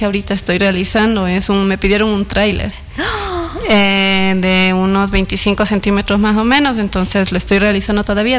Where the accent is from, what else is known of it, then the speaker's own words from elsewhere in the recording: Machachi, Pichincha, Ecuador; Yo soy oriunda de Machachi